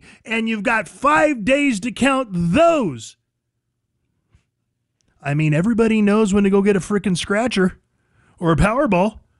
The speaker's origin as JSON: {"language": "English", "region": "Arizona", "country": "United States", "moved": "yes", "said": "I'm from Arizona"}